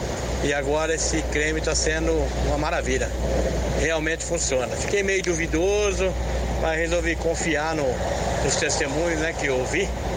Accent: Sumaré, São Paulo, Brazil; sou da cidade de Sumaré. Eu sou ouvinte aqui do programa do Bardelli.

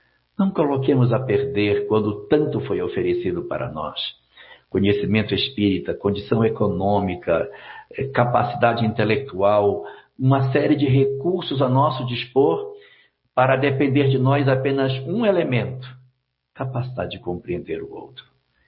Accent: Cacoal, Rondônia, Brazil; Cacoal, cidade linda, cheia de jardins belíssimos.

